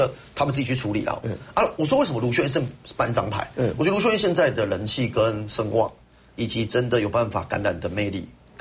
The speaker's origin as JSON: {"language": "Chinese", "town": "Yingge", "region": "New Taipei", "country": "Taiwan", "tie": "born or raised there", "moved": "as an adult", "said": "我是土生土长的，当时台北县，我是莺歌人，嗯，然后在外地也打拼过，现在回到故乡"}